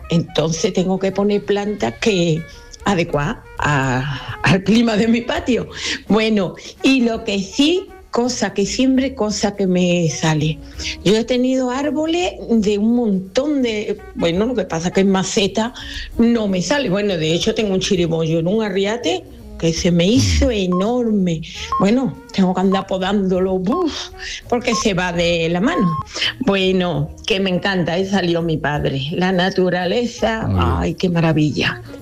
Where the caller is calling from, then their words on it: Dos Hermanas, Andalusia, Spain; de Dos Hermanas.